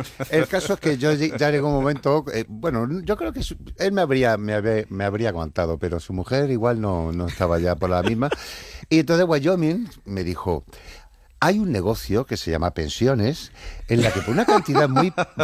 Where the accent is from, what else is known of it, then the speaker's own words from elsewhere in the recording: Cádiz, Andalusia, Spain; Pues aquí estoy en Cádiz, mi tierra, y feliz de la vida, la verdad.